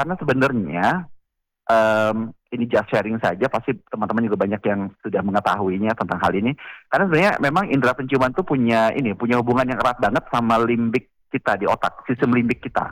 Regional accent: Kupang, East Nusa Tenggara, Indonesia; Iya, karena saya lahir di Kupang. Dan setiap hari di masa kecil itu saya sangat dekat dengan aroma-aroma kayu cendana.

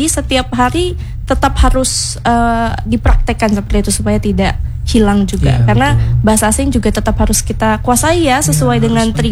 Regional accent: Bengkulu, Indonesia; accent: Bengkulu city Malay; pribadi itu … orang kota ya, jadi bahasa Melayu kota. Cuman ayah sama ibu itu pakai bahasa Melayu kota dialek Serawai.

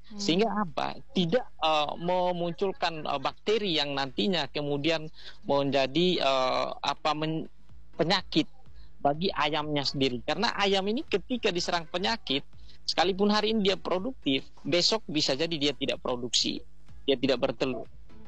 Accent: Indonesia

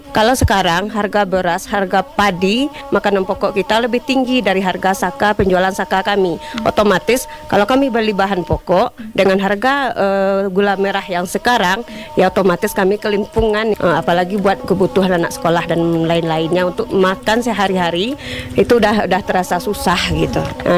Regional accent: West Sumatra, Indonesia; Boleh dibilang dari kecil, dari bayi kami dibesarkan di Pondok Kilangan ini. Ini sudah lama sekali karena ini turun-temurun peninggalan dari leluhur kami. Jadi kalau dibilang lama, sudah lama sekali.

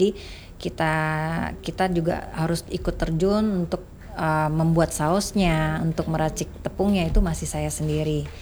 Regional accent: Pontianak, West Kalimantan, Indonesia; kita warga Pontianak

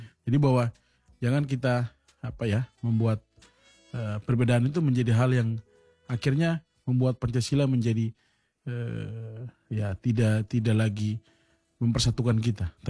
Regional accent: South Papua, Indonesia; semenjak kita lahir dan besar di Papua Selatan ini

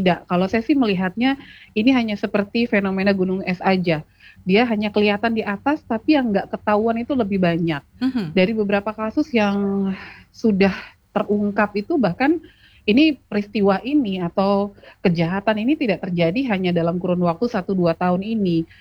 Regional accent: Lombok, West Nusa Tenggara, Indonesia; Saya muslim Mbak, saya malu, saya muslim orang Lombok

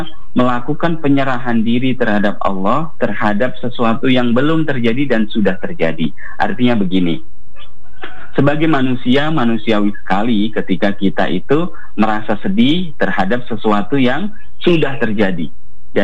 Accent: Kediri, East Java, Indonesia; Kita orang Kediri belum tentu meninggal di Kediri.

